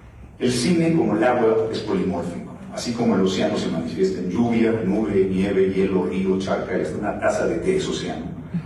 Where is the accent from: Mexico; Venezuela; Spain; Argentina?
Mexico; Porque todos los mexicanos que trabajamos en las artes visuales somos privilegiados y herederos de una cultura milenaria